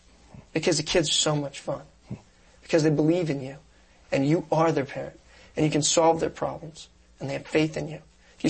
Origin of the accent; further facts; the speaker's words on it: Columbus, Ohio, United States; I'm born and raised in Columbus, Ohio.